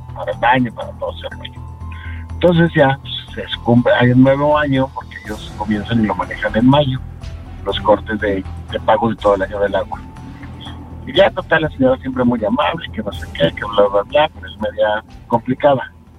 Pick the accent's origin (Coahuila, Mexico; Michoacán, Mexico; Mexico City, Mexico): Coahuila, Mexico; Torreón; moved away